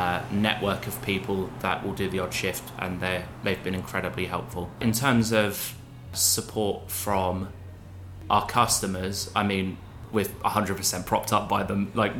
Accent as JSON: {"language": "English", "town": "Dagenham", "region": "London", "country": "United Kingdom", "tie": "born there", "moved": "yes", "lives_now": "Exeter, United Kingdom", "said": "I grew up drinking in Dagenham"}